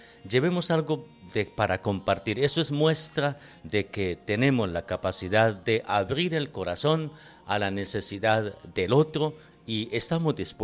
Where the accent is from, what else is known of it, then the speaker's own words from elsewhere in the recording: Colombia; nos consagramos como colombianos también al Sagrado Corazón.